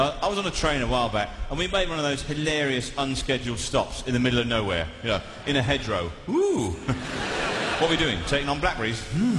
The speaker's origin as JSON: {"language": "English", "region": "England", "country": "United Kingdom", "said": "I'm English, and as such, I crave disappointment."}